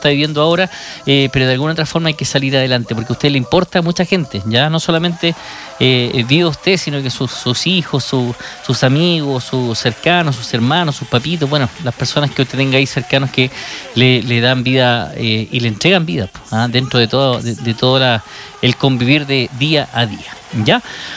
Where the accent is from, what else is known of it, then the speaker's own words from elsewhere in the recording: Chile; Somos chilenos, pues, viejo, queremos a nuestro país, por supuesto.